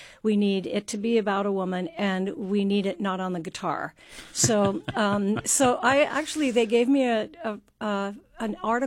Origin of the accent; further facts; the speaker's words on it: California, United States; moved away as an adult; also born or lived in Sitka, Alaska; now in Juneau, United States; I was raised in California